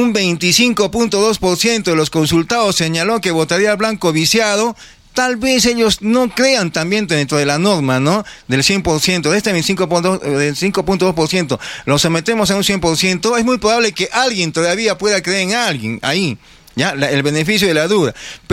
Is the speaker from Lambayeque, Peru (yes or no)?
no; Arequipa, Peru; Solamente los que somos arequipeños de cepa, hemos nacido aquí, podemos sentirnos así